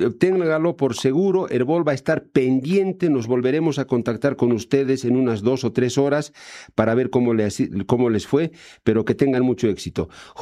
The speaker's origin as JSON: {"language": "Spanish", "country": "Bolivia"}